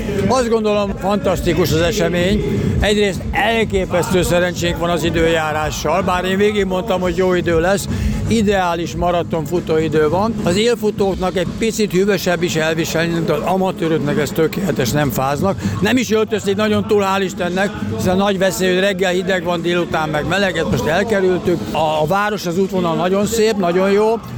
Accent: Hungary; Mert azt gondolom, hogy magyarok vagyunk.

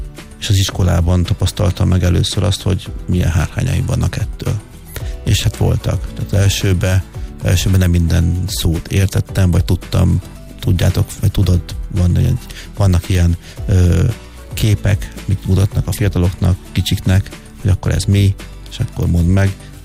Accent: Bács-Kiskun, Hungary; Én egy Bácsiskun megyei kis településen születtem, egy cigánytelepen, nullát cigány származású vagyok

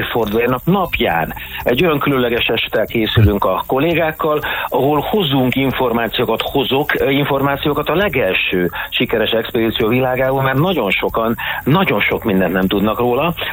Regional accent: Hungary

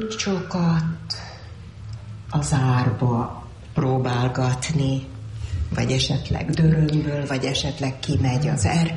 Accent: Hungary; Mi magyarok vagyunk, Pali, és Magyarországon élünk, tudod? Hát most ez volt a kérdés, hogy milyen országban élünk, Magyarországon.

